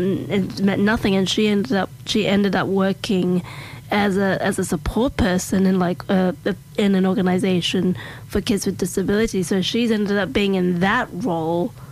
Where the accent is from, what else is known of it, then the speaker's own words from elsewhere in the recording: Australia; So every time I would say I'm Australian, they go like, oh my God, Chris Hemsworth.